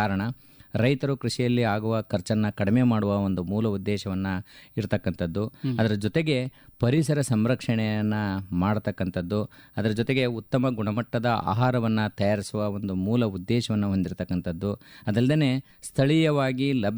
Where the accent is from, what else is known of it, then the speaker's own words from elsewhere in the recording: Karnataka, India; ನಮ್ಮ ಜಿಲ್ಲೆಯಲ್ಲಿ ಅಂದರೆ ನಮ್ಮ ರಾಜ್ಯದಲ್ಲಿ